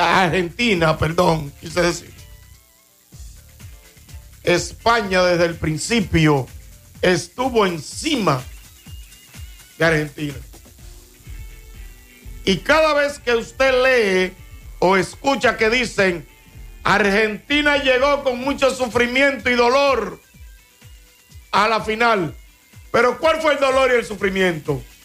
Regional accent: Dominican Republic

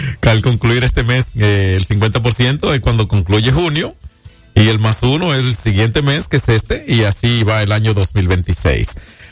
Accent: San Francisco de Macorís, Duarte, Dominican Republic; uno de los hijos de San Francisco de Macorís, de la ciénaga querida, ya a 13 kilómetros hacia la Loma Quitespuela, de donde vengo

